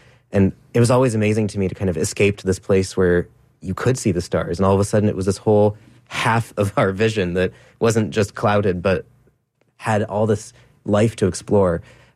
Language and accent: English; San Francisco, California, United States; So I grew up in San Francisco, which has a lot of light pollution.